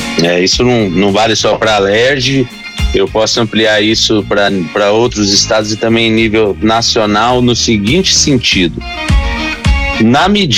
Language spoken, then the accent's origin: Portuguese; São Paulo, Brazil; o Rio de Janeiro, ele, se eu comparo com São Paulo de onde eu sou